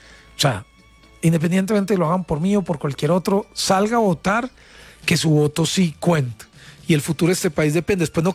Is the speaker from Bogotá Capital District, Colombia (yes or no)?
no; Riosucio, Caldas, Colombia; Yo voto en Manizales, yo soy de allá, de Sarrión, soy caldense.